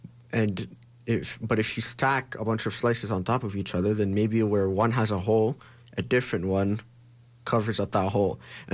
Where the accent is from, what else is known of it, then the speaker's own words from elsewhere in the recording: Egypt; I'm from Egypt